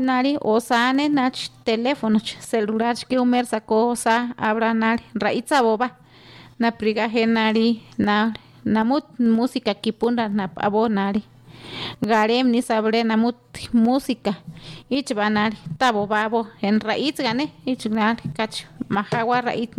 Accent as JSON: {"language": "Spanish", "town": "Cerquitas", "country": "Mexico", "said": "Pues yo soy aquí de Cerquitas."}